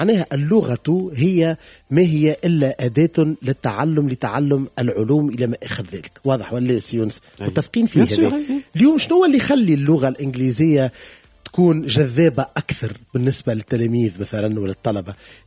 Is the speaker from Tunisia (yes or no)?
yes; Tunisia; احنا مانيش فرنسا، ما احنا تونس